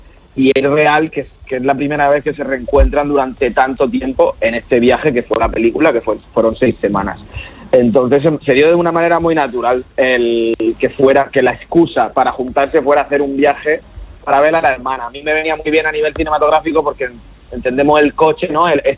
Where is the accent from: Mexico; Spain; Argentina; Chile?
Spain; Region of Murcia; yo soy también de Murcia